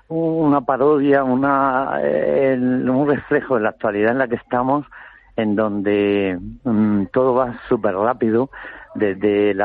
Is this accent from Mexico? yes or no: no; Region of Murcia, Spain; El lugar de origen mío, claro, de mi tierra, de Murcia.